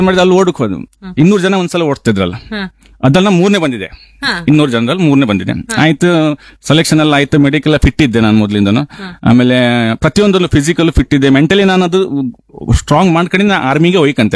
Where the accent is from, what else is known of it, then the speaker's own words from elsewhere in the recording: Basrur, Karnataka, India; also born or lived in Koteshwar; ಬಸರೂರು, ಮೊದಲು ಹುಟ್ಟದ್ದು ಕೋಟೇಶ್ವರ.